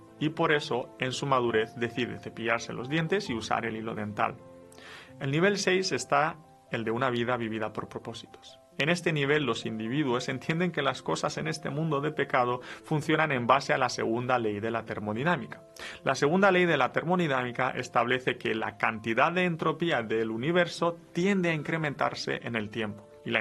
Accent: Romania; Spanish is a second language; now in Spain; yo no soy español, soy de Rumanía, entonces a veces me cuesta y tengo que traducir las cosas del castellano al rumano.

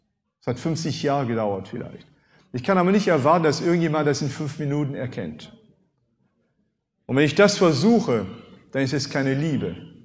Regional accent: France; first language French; German is a second language; now in Germany; Landsmann Napoleon. Napoleon hat etwas gesagt, nul n'est censé ignorer la loi. Das ist Französisch, meine Muttersprache.

